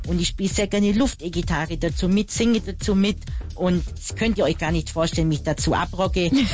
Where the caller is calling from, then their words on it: Bavaria, Germany; accent: Swabian; ich bin aus Bayern, aber ich rede gerne auf Schwäbisch auch mal